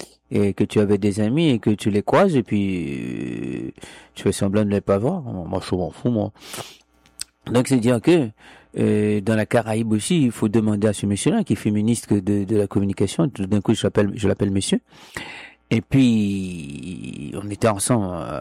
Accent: Haiti; J'étais toujours impressionné d'aller alors que j'ai la mer partout chez moi en Haïti.

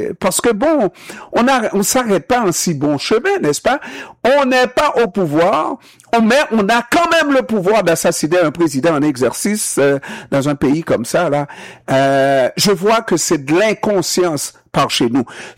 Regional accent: Haiti; Ça va pour même les Haïtiens de la diaspora. Nous sommes tous des Haïtiens, messieurs.

